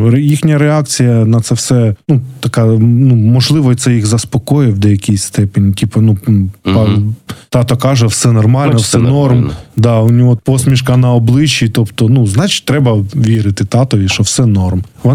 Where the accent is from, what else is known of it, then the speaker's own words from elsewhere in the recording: Kryvyi Rih, Dnipropetrovsk Oblast, Ukraine; В моєму рідному Кривому Розі все не так, не так яскраво. Це більш таке промислове місто.